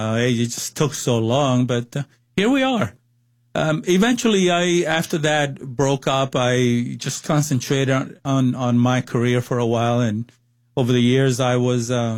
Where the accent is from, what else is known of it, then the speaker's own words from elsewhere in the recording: Cuba; Well, I was born in Cuba.